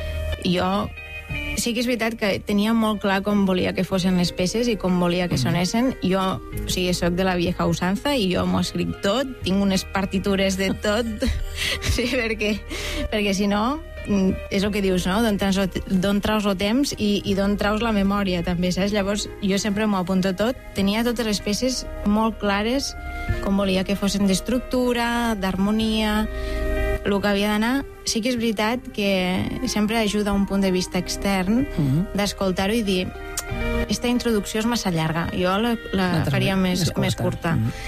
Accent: Catalonia, Spain; now in Barcelona, Spain; jo sóc ebrenca

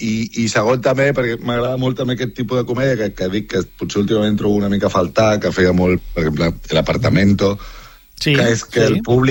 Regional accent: Barcelona, Catalonia, Spain; jo soc de Barcelona

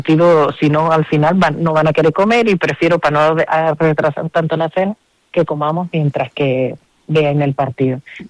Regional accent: Canary Islands, Spain; Y yo, como buena canaria

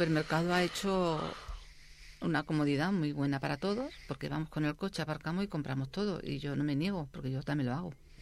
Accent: Seville, Andalusia, Spain; now in Catalonia, Spain; Sí, soy de Sevilla.

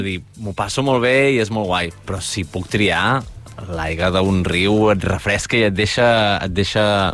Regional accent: Catalonia, Spain; born there; Em temo que sóc nascut al Vallès i jo si puc me'n vaig cap a dalt, no cap a baix.

